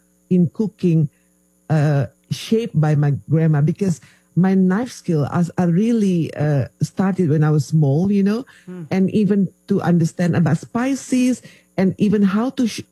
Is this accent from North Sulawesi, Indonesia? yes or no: yes; Manado, North Sulawesi, Indonesia; English is a second language; Is about the food that I grew up in Manado.